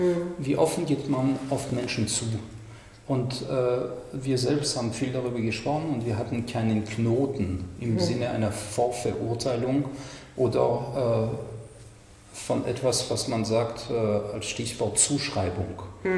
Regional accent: France; now in Germany; ich komme aus Frankreich und in Frankreich gab es eine sogenannte Möbelaktion.

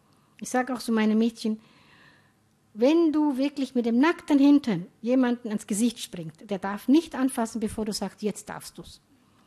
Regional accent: Somalia; Ich hatte eine Uniform in der Schule, wir hatten Kopftuchverbot 1974 in jeglichen Gebäuden, was jetzt als Waffe gegen kopftuchtragende Frauen benutzt würde, das war schon vor 40 Jahren in Somalia verboten.

